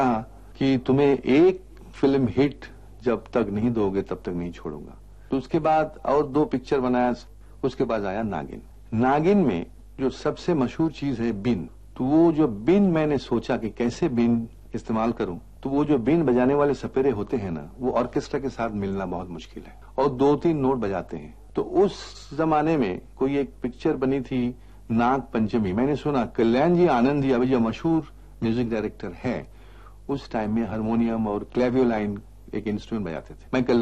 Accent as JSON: {"language": "Hindi", "town": "Kolkata", "region": "West Bengal", "country": "India", "moved": "as an adult", "lives_now": "Mumbai, India", "said": "मैं चाहता था कि मैं कलकत्ता वापस जाऊं। मैं कलकत्ता से आया था बॉम्बे में इन 1951"}